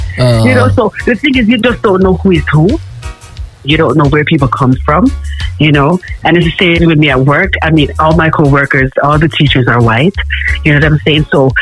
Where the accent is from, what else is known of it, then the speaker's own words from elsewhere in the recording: New York City, New York, United States; born there; I was born in Kings County Hospital, Brooklyn, New York.